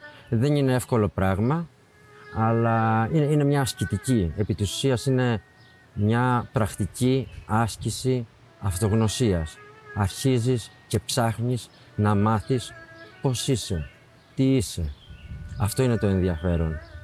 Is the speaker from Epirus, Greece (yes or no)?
no; Houdetsi, Crete, Greece; also born or lived in Heraklion; Είμαι από το Χουδέτσι, ναι. Καταγωγή μου είναι από το Χουδέτσι. Έχω ζήσει αρκετά χρόνια στο Ηράκλειο και τα τελευταία 15 χρόνια ξαναμένω στο Χουδέτσι οικογενειακός πλέον, με την Ελένη και τον Ιάσονα.